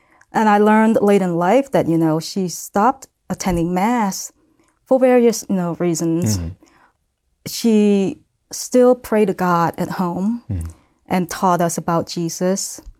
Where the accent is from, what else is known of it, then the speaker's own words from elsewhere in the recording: Phnom Penh, Cambodia; moved away; I was born in Cambodia. Hmm. I'm the youngest of 10 children in the family. I was around 4 or 5 years old. Hmm. As I recall, you know, living in our home in Phnom Penh, Cambodia